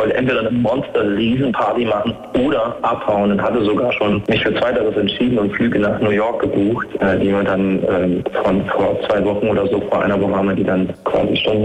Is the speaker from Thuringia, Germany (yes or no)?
yes; Erfurt, Thuringia, Germany; bleibe ich denn jetzt in meiner Heimatstadt Erfurt, gehe ich nochmal raus oder reise ich nochmal die Biografie an und ziehe in ein Land und mache einen Kaffee auf oder bleibe ich Musiker?